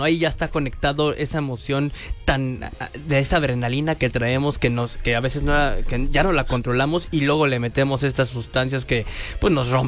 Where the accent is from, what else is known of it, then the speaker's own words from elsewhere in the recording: Mexico; esa fantasía que tenemos como mexicanos